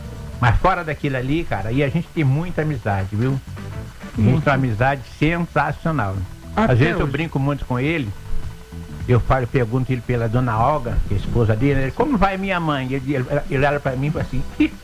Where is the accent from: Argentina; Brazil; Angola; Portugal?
Argentina; Portuguese is a second language; Eu sou argentino. Tenho família argentina, eu posso dizer.